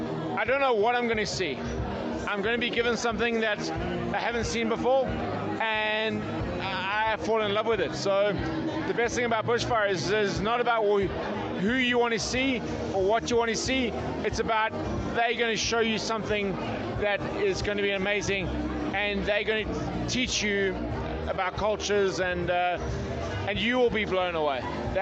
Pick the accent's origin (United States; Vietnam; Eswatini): Eswatini; I'm from Eswatini.